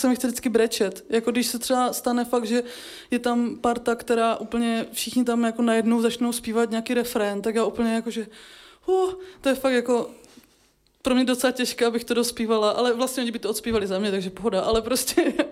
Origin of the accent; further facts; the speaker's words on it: Rožnov pod Radhoštěm, Zlín Region, Czechia; My jsme jako z Rožnova, pod Radoštěm s bráchou